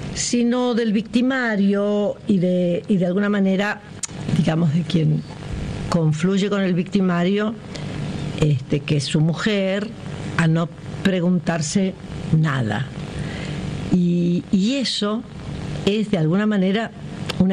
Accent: Argentina; moved away as an adult; now in Madrid, Spain; tuve que nacionalizarme española. Fue un salto muy fuerte. Tuve que jurar delante de un juez con un abogado de por medio que renunciaba a la nacionalidad argentina

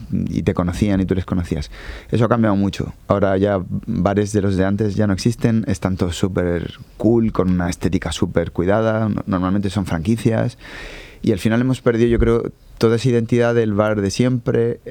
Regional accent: Santiago, Santiago Metropolitan Region, Chile; now in Santander, Spain; Santander, bueno, yo no soy santanderino de nacimiento, soy solamente santanderino de adopción. Vengo de Santiago de Chile.

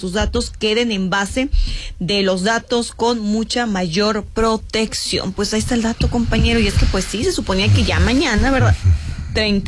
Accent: Mexico; dentro de nuestra comunidad como mexicanos

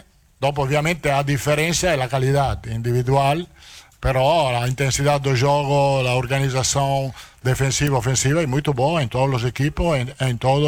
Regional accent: Italy; Portuguese is a second language

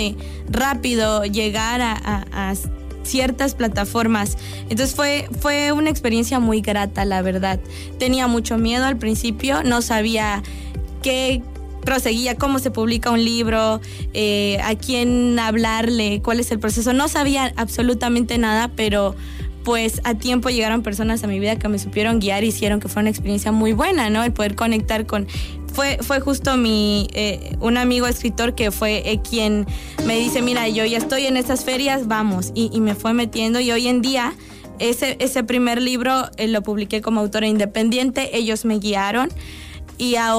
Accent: Chiapas, Mexico; el representar a Chiapas, el representar a mi pueblo que es tan chiquitito, ¿no? Me llena de mucho orgullo, del bueno.

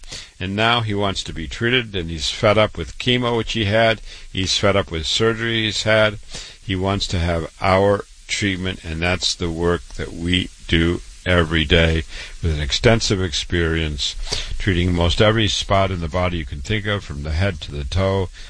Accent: Waterloo, Iowa, United States; born and raised in Waterloo, Iowa, went to university, medical school in Iowa, MD at 25

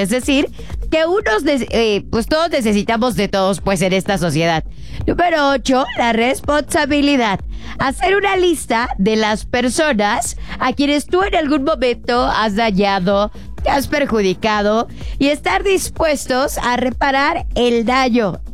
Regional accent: Mexico; Porque así somos los mexicanos.

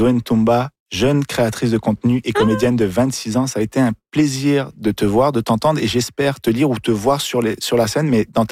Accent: Niger; born there; moved away; j'ai un peu ce rapport-là avec mon pays d'origine, le pays où je suis né, le Niger. Mm-hmm. J'ai quitté, j'avais 16 ans

